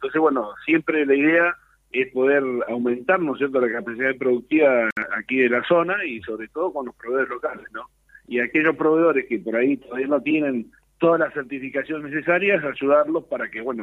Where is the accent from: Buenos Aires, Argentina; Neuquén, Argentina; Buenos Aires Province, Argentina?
Neuquén, Argentina; yo soy de Neuquén